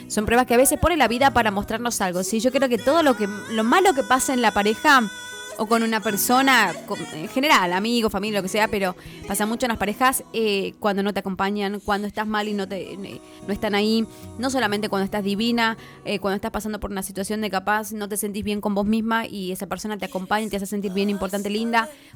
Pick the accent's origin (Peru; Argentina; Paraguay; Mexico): Argentina; Tucumán; Somos tucumanos